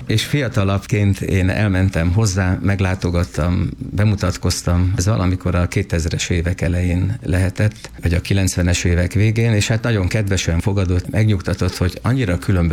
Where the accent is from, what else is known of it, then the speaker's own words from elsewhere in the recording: Külsővat, Vas, Hungary; Hát igen, egy kis dunántúli faluban nőttem fel, Külsővatnak hívják, ami nagyon gazdag régészeti emlékekben